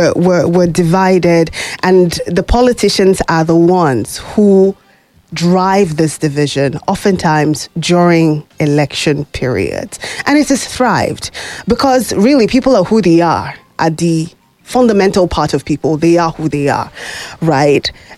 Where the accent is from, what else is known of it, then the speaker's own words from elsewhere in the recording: Southeast Nigeria, Nigeria; And I'm from the Southeast.